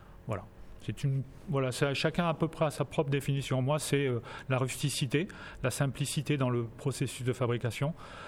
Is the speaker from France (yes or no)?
yes; France; now in Albi, France; Alors non, je ne suis pas originaire du Tarn, je suis originaire du Sud-Est. Et avant de m'installer dans le Tarn, j'étais quelques années à Toulouse.